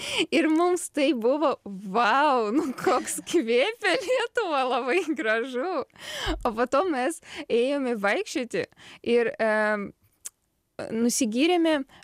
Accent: Ukraine; Lithuanian is a second language; moved away as an adult; now in Lithuania; Aš gimiau Ukrainoje, daug laiko ten gyvenu

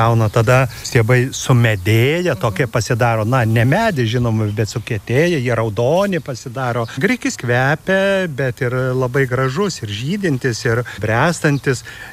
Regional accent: Suvalkija, Lithuania; aš esu tik tai stambių ūkininkų palikuonis, tolimas palikuonis. Negaliu atsakyti. Mano krašte suvalkiai grikių neaugino.

